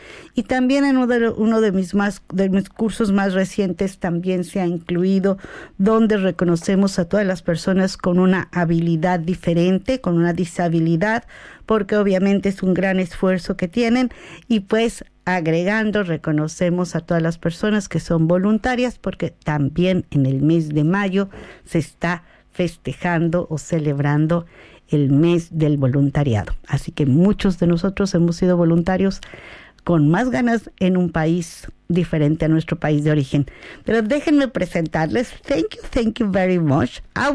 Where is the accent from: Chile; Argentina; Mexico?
Mexico; Es un cariño muy bonito el cariño que tenemos como mexicanos.